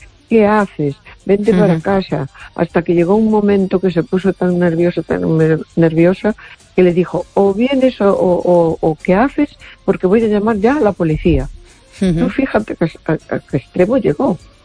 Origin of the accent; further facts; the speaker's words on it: Galicia, Spain; now in A Coruña, Spain; yo cuando me crié en las Rías Baixas, que después a los 18 años me casé y me fui de allí, uh-huh. Bueno, me fui cerca, que me fui para Pontevedra, pero después me vine para Coruña.